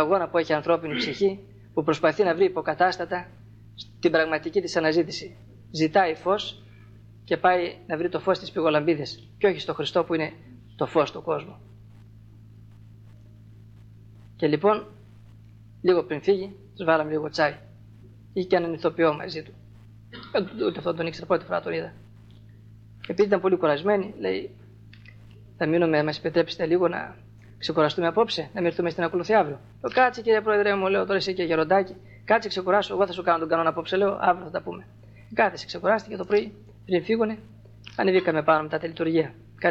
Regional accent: Thessaly, Greece

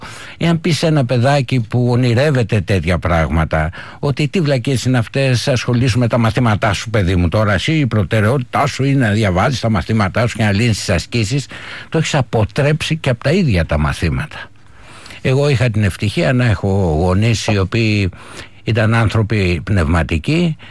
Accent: Athens, Attica, Greece; Έπαιρνα λοιπόν το 9 το τρόλεϊ Κυψέλη Παγκράτη, γιατί γεννήθηκα και μεγάλωσα στην Κυψέλη

